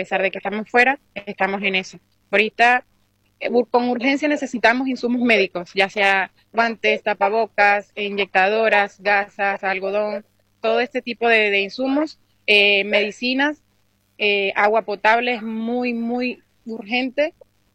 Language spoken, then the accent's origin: Spanish; Caracas, Capital District, Venezuela; Bueno, mi familia, yo soy de Caracas, donde hubo grandes daños.